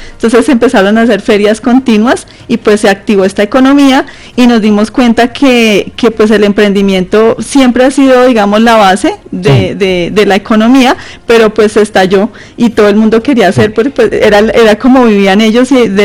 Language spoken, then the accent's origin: Spanish; Bogotá, Colombia; soy productora y soy de Usaquén.